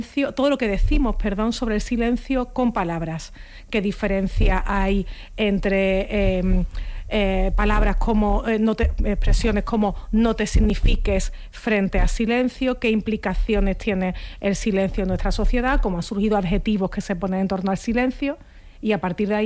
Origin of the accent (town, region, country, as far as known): Seville, Andalusia, Spain